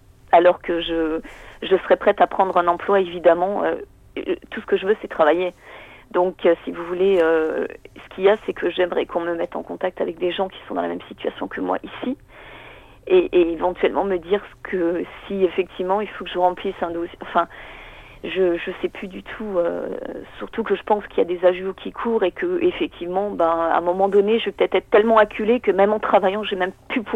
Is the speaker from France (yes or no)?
yes; Strasbourg, Grand Est, France; moved away as an adult; now in southern France; Strasbourg est ma ville natale. Hein, c'est une ville où j'y ai passé les 30 dernières années. Et en fait, si vous voulez, je suis aujourd'hui dans le sud.